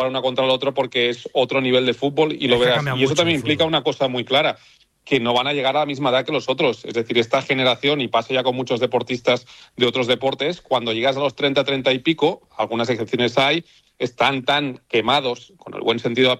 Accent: Catalonia, Spain; Soy catalán, pero pago la cena

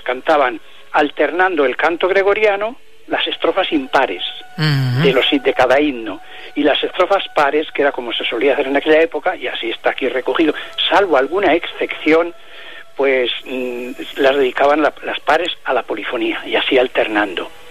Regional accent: Palencia, Castile and León, Spain; Fuera de 3 años que estuve en Palencia, por eso soy de Palencia, todo el resto de mi vida ha estado aquí, estudiando y aquí.

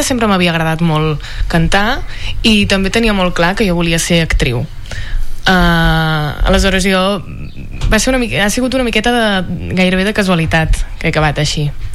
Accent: Ripoll, Catalonia, Spain; born there; also born or lived in Santa Maria d'Oló; now in Barcelona, Spain; és una noia de 24 anys. Jo vaig néixer a Santa Maria d'Oló, però de seguida ens vam traslladar amb la meva família a Ripoll i ara ja fa, crec que 5 anys que estic a Barcelona.

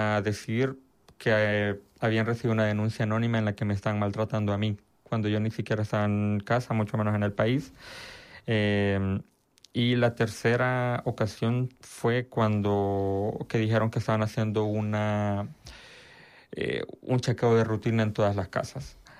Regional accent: El Salvador; now in Spain; El Salvador, en España, perdón, fue tener claro que yo no podía volver bajo ninguna circunstancia a mi país de origen. ¿Por qué? Porque lo único que me garantiza El Salvador ahora mismo es la cárcel.

